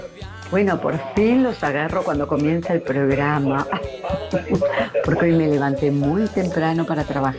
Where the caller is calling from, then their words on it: Buenos Aires, Argentina; de Montecastro.